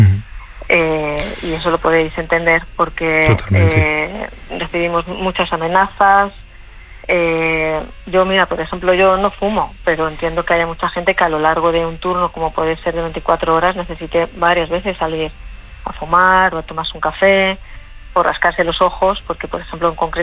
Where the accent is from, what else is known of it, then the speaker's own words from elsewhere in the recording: Madrid, Community of Madrid, Spain; Pues mira, soy de Madrid, pero en estos momentos estoy de vacaciones en el Mediterráneo.